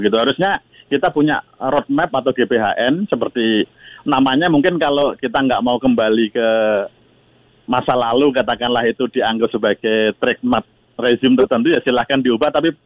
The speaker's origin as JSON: {"language": "Indonesian", "town": "Bojonegoro", "region": "East Java", "country": "Indonesia", "said": "Kebetulan saya dari Bojonegoro, Mas."}